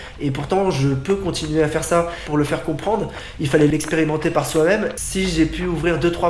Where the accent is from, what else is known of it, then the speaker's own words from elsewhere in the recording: Paris, Île-de-France, France; parce que, effectivement, je suis un Parisien